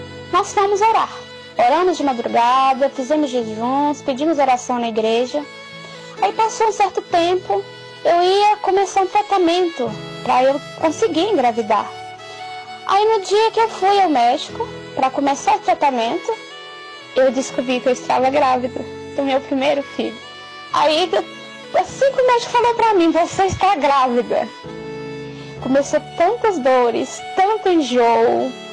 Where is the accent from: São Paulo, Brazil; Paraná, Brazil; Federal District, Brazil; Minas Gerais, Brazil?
Minas Gerais, Brazil; Santo Antônio do Itambé; sou de Santo Antônio do Itambé, Minas Gerais.